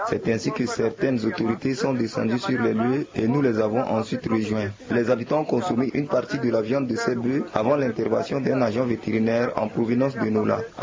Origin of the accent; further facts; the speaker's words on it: Mambélé, Sangha-Mbaéré, Central African Republic; chez nous à Mambélé